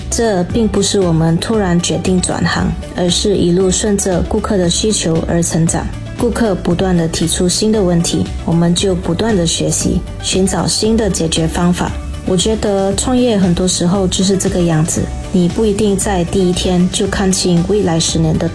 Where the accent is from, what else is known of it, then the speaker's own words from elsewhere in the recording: Lawas, Sarawak, Malaysia; 第一间店开在我的家乡拉瓦斯，也就是老越，那是一个不算大的城镇。